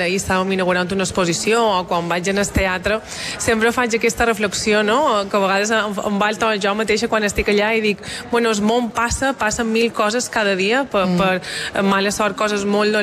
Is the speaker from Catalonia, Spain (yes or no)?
no; Mallorca, Balearic Islands, Spain; mos recorda qui som com a mallorquins, la força que tenim allà d'on venim